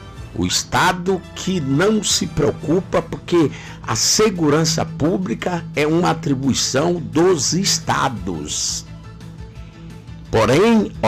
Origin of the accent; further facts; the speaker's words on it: Bahia, Brazil; Eu, sinceramente, como baiano